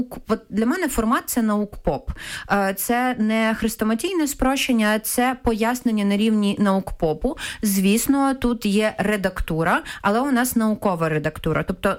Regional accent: Kherson, Kherson Oblast, Ukraine; я родом з Херсона, де закінчила і школу, і університет.

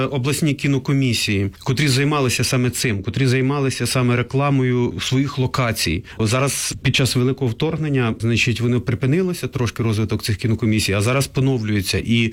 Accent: Khmelnytskyi Oblast, Ukraine; на моїй рідній Хмельниччині

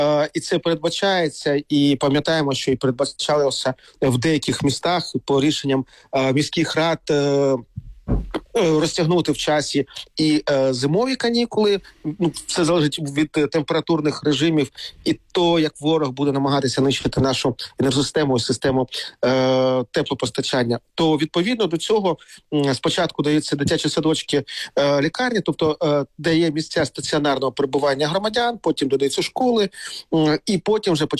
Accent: Kharkiv, Kharkiv Oblast, Ukraine; Якщо говорити про мій рідний Харків

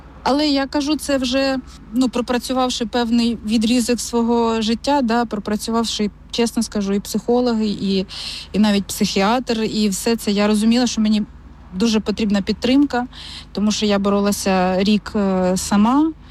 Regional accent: Velyka Pysarivka, Sumy Oblast, Ukraine; moved away as an adult; Ми самі з Великої Писарівки.

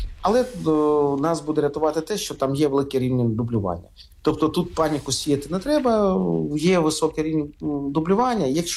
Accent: Kharkiv Oblast, Ukraine; це або моя рідна Харківщина

